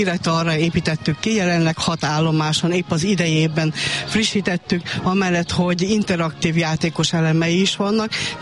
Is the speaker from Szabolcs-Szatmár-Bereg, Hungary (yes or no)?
no; Dévaványa, Békés, Hungary; Hát nekem Dévaványa, itt ez a térség, itt is nőttem fel, a gyerekeim is itt nőttek föl